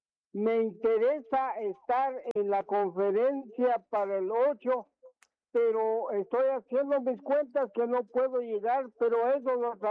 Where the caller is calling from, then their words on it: Chimaltenango, Guatemala; Yo soy de Chimaltenango.